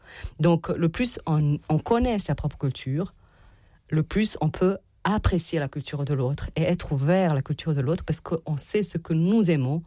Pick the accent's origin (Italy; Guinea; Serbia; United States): Serbia; now in France